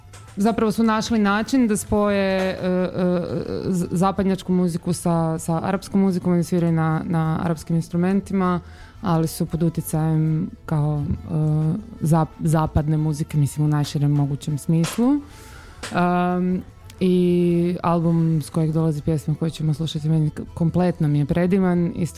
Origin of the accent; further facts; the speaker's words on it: Banja Luka, Republika Srpska, Bosnia & Herzegovina; moved away; ja sam iz Banja Luke. Nedavno smo zapravo shvatili da smo komšije u Banja Luci, odnosno bili, ja više nisam u Banja Luci.